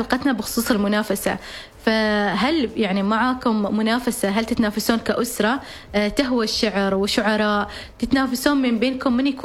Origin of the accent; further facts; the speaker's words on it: Oman; نحن كعمانيين